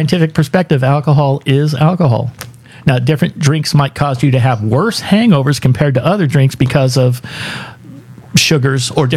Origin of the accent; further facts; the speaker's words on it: West Coast, United States; I grew up on the West Coast.